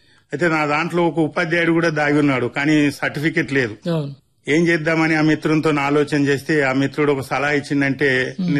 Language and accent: Telugu; Yapalaguda, Telangana, India; మా ఊరు యాపలగూడ. ఇక నేను ఏ కాలాన్ని కూడా నేను పట్టణంలో గడిపింది లేదు. ఒక చదువుల నిమిత్తము నేను పండిత శిక్షణ పొందినప్పుడు మాత్రమే ఒక సంవత్సరం హైదరాబాద్ లో ఉండవలసి